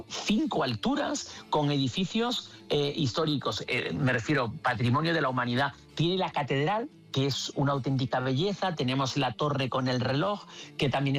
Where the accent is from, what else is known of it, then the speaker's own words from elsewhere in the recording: Canary Islands, Spain; accent: Canarian; si dices que eres español, yo que además soy canario, que tenemos un acento así un poco más suave, te abren todas las puertas.